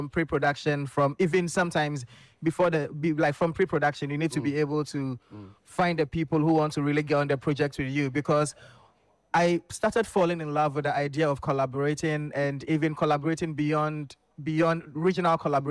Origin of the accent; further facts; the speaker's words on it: Burkina Faso; first language French; English is a second language; also born or lived in Accra, Ghana; now in Ghana; I wasn't born in Burkina Faso. I was born in Accra, I grew up in Burkina Faso.